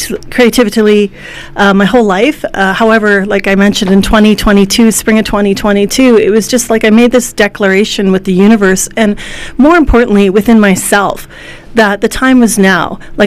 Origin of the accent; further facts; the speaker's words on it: Yellowknife, Northwest Territories, Canada; now in Edmonton, Canada; I'm a local artist from Edmonton, Alberta. I grew up in Yellowknife, Northwest Territories. And I've been in Edmonton for a number of years.